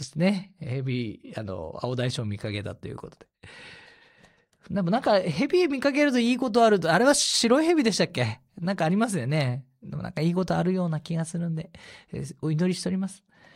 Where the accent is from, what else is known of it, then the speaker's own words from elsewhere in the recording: Tohoku, Japan; 私たち東北人は多少夏遅いんですけれども